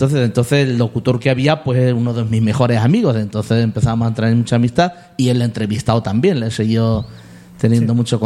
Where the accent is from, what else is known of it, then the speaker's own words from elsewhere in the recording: Alcolea de Calatrava, Castilla-La Mancha, Spain; nací en Alcolea de Calatrava en el año 63, en un pequeño pueblo de 1.600 habitantes junto a Ciudad Real. Entonces ahí solamente había un colegio y ahí hice toda mi educación primaria.